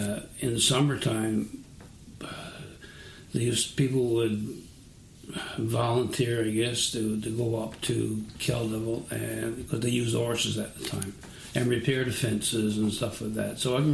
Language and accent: English; Rocky Harbour, Newfoundland and Labrador, Canada; also born or lived in Lomond, Newfoundland and Labrador; now in Cow Head, Canada; I was born in Loman, actually, till I was five, and then we moved to Rocky Harbour. And I've been in Cowhead now, I guess, since 1977